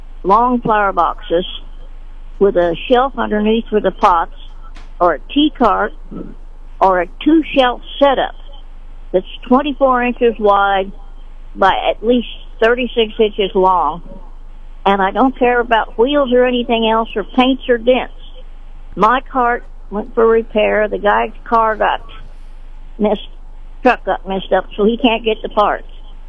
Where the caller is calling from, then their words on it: Sedalia, Missouri, United States; Okay. I'm calling from Sedalia.